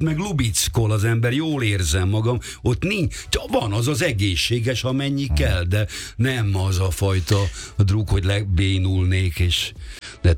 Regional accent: Budapest, Hungary; És hát ott nőttem föl, ott voltam tag

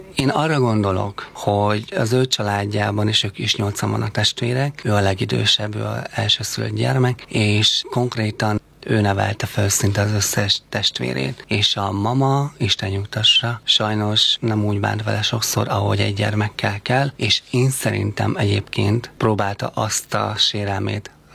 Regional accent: Gyöngyös, Heves, Hungary; born there; also born or lived in Budapest; és ugye én gyöngyösen születtem meg, és egyből hoztak fel Budapestre

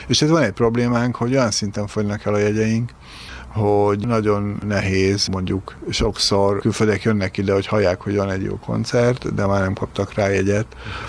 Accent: Hungary; mi magyarok vagyunk

